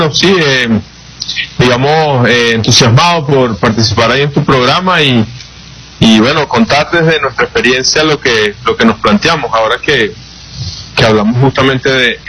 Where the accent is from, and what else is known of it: Venezuela